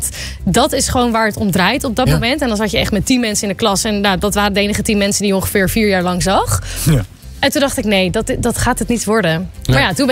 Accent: Hoorn, North Holland, Netherlands; born there; now in Amsterdam, Netherlands; Ik ben geboren in Horen.

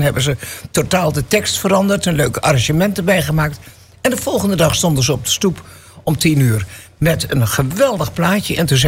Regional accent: Hilversum, North Holland, Netherlands; Nee joh, ik kom uit Hilversum. Ja. Uit een laan waar iedereen bij de omroep werkte.

